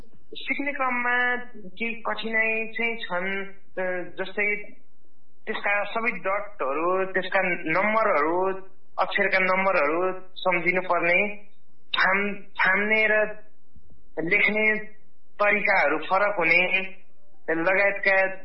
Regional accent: Gorkha, Gandaki Province, Nepal; नेत्रहीन युवा संघ नेपाल चितवन शाखाको जिल्ला अध्यक्ष। म 2056 सालमा जन्मेको हो, गोर्खा जिल्लामा। गोर्खा जिल्लामा जन्मेर मैले गोर्खा जिल्लामै रहेर

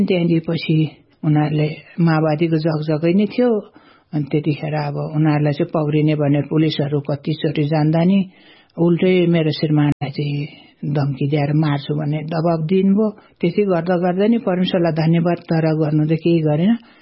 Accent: Sindhupalchok, Bagmati, Nepal; मेरो गाउँ घर चाहिँ सिन्धुपाल्चोक हो।

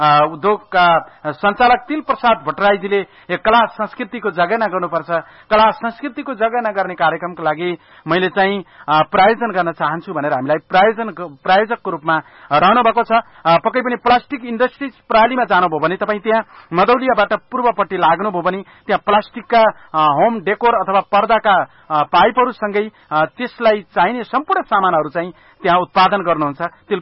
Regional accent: Kaligandaki, Gandaki Province, Nepal; स्याङ्जा कालीगण्डकी गाउँपालिका बलाम बेल्टारी भन्ने ठाउँमा चाहिँ मेरो घर।

